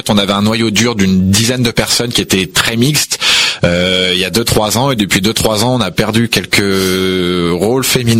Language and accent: French; Meudon, Île-de-France, France; moi je suis né à Meudon, donc dans le 92. J'ai toujours grandi en Île-de-France et j'ai toujours été en Île-de-France